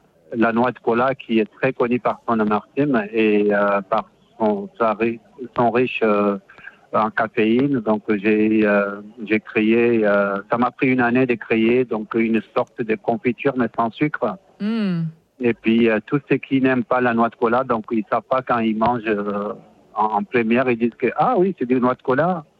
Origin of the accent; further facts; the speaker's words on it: Faya-Largeau, Borkou, Chad; moved away as an adult; also born or lived in Algeria / Montpellier, France; now in Paris, France; moi, je viens du nord du Tchad. Donc je fais partie d'une famille nomade sédentarisée. Mm-hmm. Et puis j'ai fait mes études à Faye, à Largeau, dans le nord du Tchad.